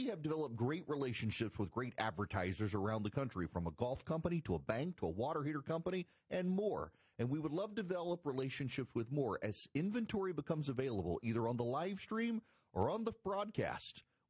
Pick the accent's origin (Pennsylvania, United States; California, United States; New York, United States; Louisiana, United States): Louisiana, United States; Paul Harvey had the stronger signal growing up in Louisiana. WYNK in Baton Rouge, he was on the country station